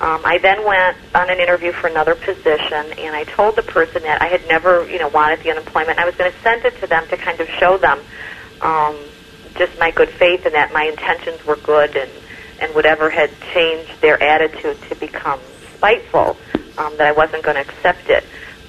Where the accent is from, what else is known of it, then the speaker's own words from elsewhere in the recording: Chicago, Illinois, United States; Sister, I'm from Chicago, or a suburb of Chicago, and I have a situation that I'm just confused about